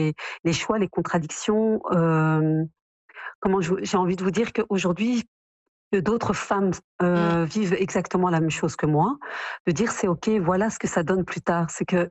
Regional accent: Belgium; Je suis née en Belgique, j'y ai grandi, j'y ai construit ma vie, mais j'ai toujours un attachement très fort au Maroc

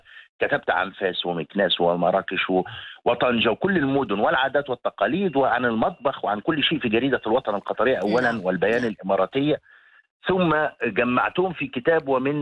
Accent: Egypt; moved away as an adult; now in Morocco; لما عملت يوميات صحفي مصر في المغرب

